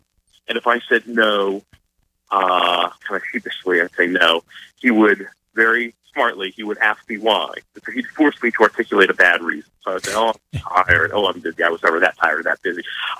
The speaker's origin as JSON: {"language": "English", "town": "Pittsburgh", "region": "Pennsylvania", "country": "United States", "tie": "born or raised there", "moved": "as an adult", "said": "have come back to my hometown of Pittsburgh"}